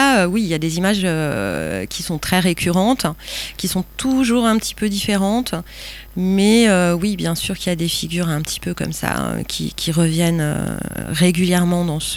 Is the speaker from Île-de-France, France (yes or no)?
yes; Île-de-France, France; moved away as an adult; now in Sète, France; au départ de région parisienne, mais je vis à Sète depuis 3 ans, dans le sud de la France.